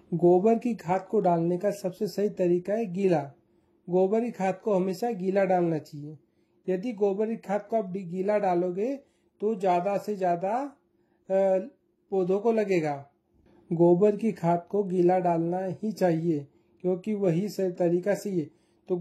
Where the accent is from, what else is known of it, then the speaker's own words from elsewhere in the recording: Dhar district, Madhya Pradesh, India; मैं ग्राम माचकंदा डिस्ट्रिक्ट धार का रहने वाला हूँ।